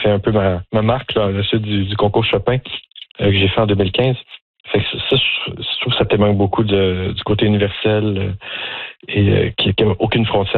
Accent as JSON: {"language": "French", "town": "Joliette", "region": "Quebec", "country": "Canada", "tie": "born or raised there", "said": "Moi, j'ai grandi à Joliette au Québec, petite ville francophone à une heure de Montréal."}